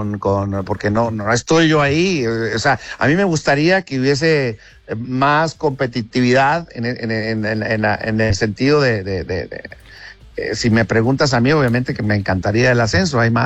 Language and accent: Spanish; Mexico; Y aquí en nuestro país no somos como los argentinos, como los uruguayos